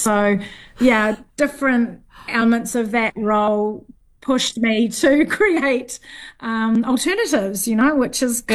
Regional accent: Northland, New Zealand; saving up to go overseas, as us Kiwis do. But I learnt a lot. From a foodie family background, growing up in the Bay of Islands, we grew everything.

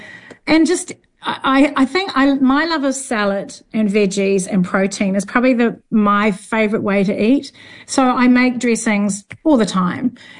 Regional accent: Northland, New Zealand; saving up to go overseas, as us Kiwis do. But I learned a lot. From a foodie family background, growing up in the Bay of Islands, we grew everything.

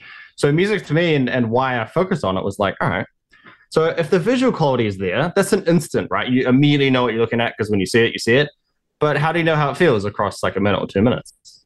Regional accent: New Zealand; there's kind of this framework or a backbone of my work and what I do that has entirely come from growing up in New Zealand, my home, where I've had this relationship with nature.

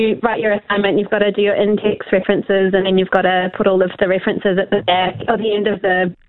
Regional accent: Auckland, New Zealand; I grew up around in East Auckland

